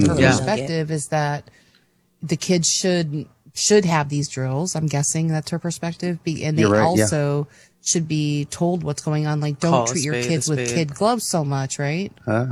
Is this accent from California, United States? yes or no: yes; California, United States; Well, I grew up in California. There's earthquakes and fires happen.